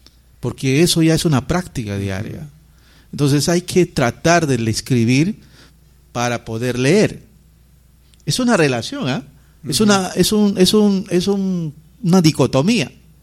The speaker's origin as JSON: {"language": "Spanish", "town": "Rioja", "region": "San Martín", "country": "Peru", "moved": "yes", "lives_now": "Tocache, Peru", "said": "Yo soy de Rioja."}